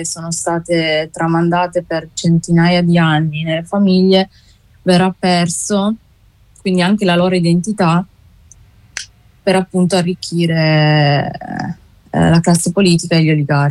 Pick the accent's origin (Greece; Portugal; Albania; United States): Albania; l'Albania è diventato, ahimè, perché è il mio paese, un centro sperimentale